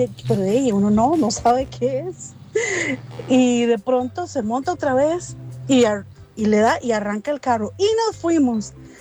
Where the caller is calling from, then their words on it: San José, Costa Rica; mis padres viven en Quebrada Ganado, nosotros somos de San José.